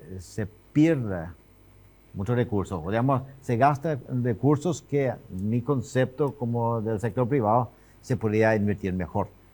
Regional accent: Loma Plata, Boquerón, Paraguay; mis padres también. Son nacidos los dos en Loma Plata, igual como yo, en el departamento de Boquerón. Así que somos chaqueños puros

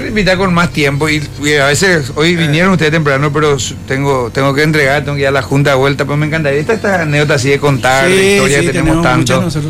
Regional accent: Asunción, Paraguay; Imagínate si ustedes están en el centro, ¿qué serían nosotros los correanos? Que somos acá de Julio Correa. Centralinos seríamos nosotros.

